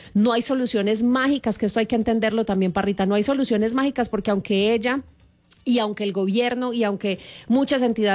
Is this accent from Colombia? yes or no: yes; Colombia; nosotros como colombianos teníamos una deuda con el Chocó